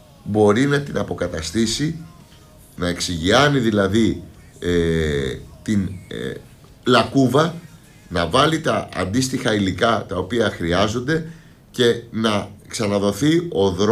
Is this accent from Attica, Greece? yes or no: yes; Nea Filadelfeia, Attica, Greece; Εγώ εκεί γεννήθηκα. Εκεί πήγαινα σχολείο. Εκεί είχα την επαγγελματική μου δραστηριότητα.